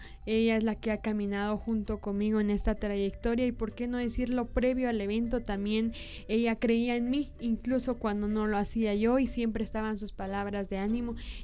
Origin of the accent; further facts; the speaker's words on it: San Cristóbal Totonicapán, Totonicapán, Guatemala; mi pueblo también ha caminado conmigo y ha creído en una hija predilecta del municipio.